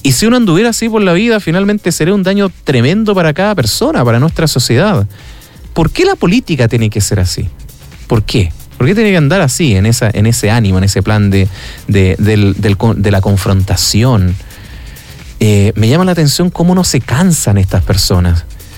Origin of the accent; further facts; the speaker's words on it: Chile; uno como chileno, como ciudadano común y corriente